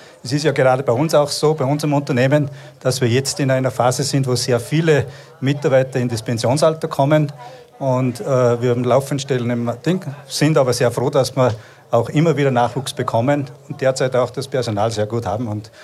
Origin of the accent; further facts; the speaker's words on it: Salzburg, Austria; Ich darf die Steiermark in der Steiermark arbeiten als Salzburger